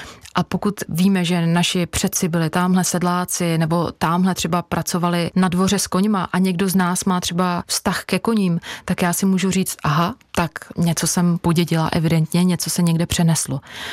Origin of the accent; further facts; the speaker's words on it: Teplice, Ústí nad Labem Region, Czechia; born there; also born or lived in Brno; now in Unhošť, Czech Republic; Já jsem se narodila v Teplicích, pak jsem studovala v Brně a nakonec jsem zakotvila v Unhoště. Jsem tam nějakých, tuším, 16 let.